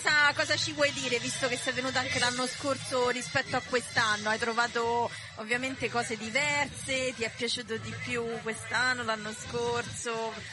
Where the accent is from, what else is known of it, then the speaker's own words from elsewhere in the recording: Rome, Lazio, Italy; Vengo da Roma.